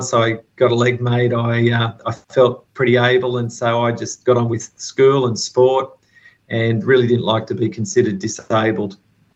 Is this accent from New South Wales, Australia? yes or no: yes; Sydney, New South Wales, Australia; I'm 53 and I grew up in Sydney